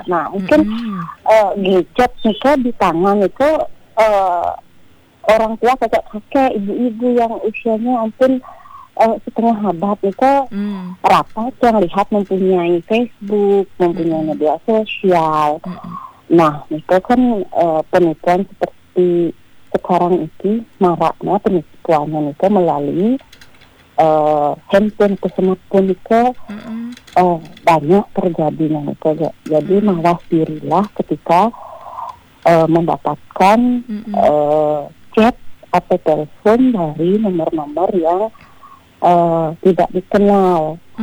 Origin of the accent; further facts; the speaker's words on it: Gianyar, Bali, Indonesia; Nah, kebetulan kita dari Gianyar.